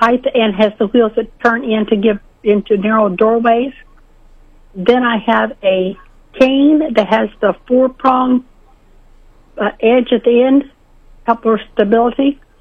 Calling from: North Bend, United States; Yes, I'm coming from North Bend.

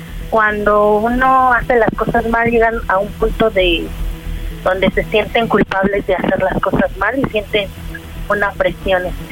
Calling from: Cuauhtémoc, Mexico City, Mexico; soy de la Cuauhtémoc.

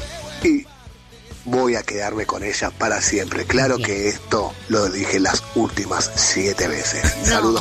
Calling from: Loma del Mirador, Buenos Aires Province, Argentina; de Loma del Mirador

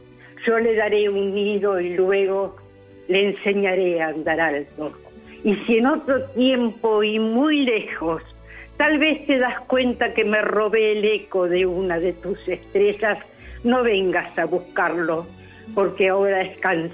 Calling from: Bahía Blanca, Buenos Aires Province, Argentina; Estoy en Bahía Blanca … de Bahía Blanca.

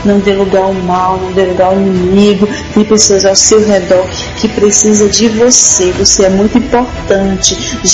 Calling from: Fortaleza, Ceará, Brazil; sou aqui de Fortaleza, Ceará.

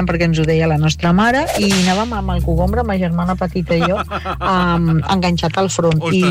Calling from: Massanes, Catalonia, Spain; Hola, RAC 105. Bona tarda. … de Massanas.

